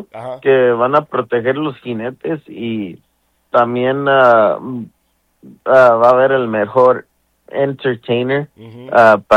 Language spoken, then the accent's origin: Spanish; California, United States; Ah, yo soy de aquí, de California, okay, de Estados Unidos, pero mi papá es de Juchipila, Zacatecas, México.